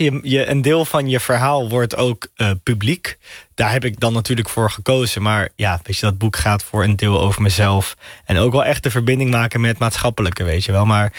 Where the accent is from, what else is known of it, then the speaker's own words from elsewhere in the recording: Amsterdam, North Holland, Netherlands; Dus homoseksueel en islamitisch of ik ben geboren en opgegroeid in de Bijlmer, maar uiteindelijk naar school gaan Amsterdam Oud-Zuid, wat ook een hele andere wereld is.